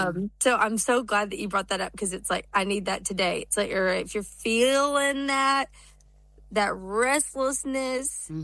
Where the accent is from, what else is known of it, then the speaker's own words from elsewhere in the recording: Alabama, United States; I'm from Alabama.